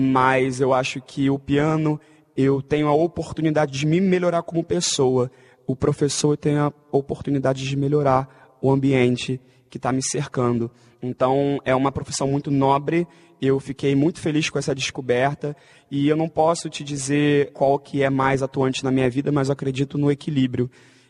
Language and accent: Portuguese; Brazil; eu gosto muito de viver minha vida como um bom brasileiro, né? Comer meu feijão com arroz e tudo mais. E a temperatura daqui é maravilhosa, a gente tem praia e tudo.